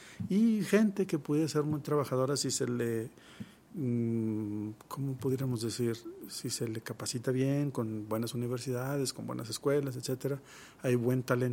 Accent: Mexico

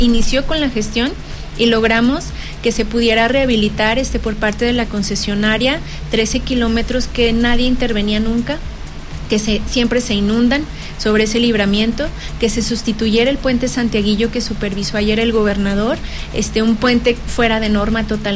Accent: Zacatecas, Mexico; born there; yo nací en Zacatecas, en la capital.

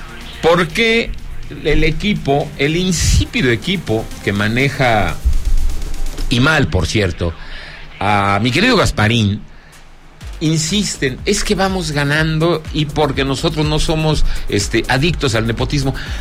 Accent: Zacatecas, Mexico; no solamente de mi tierra Zacatecas, sino de todas las producciones, hasta a nivel nacional

